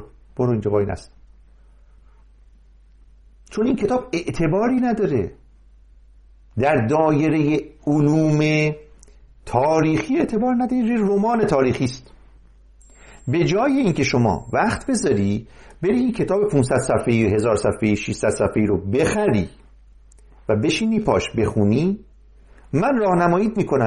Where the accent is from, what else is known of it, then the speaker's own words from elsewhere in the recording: Mazandaran, Iran; من چون مازندرانی هستم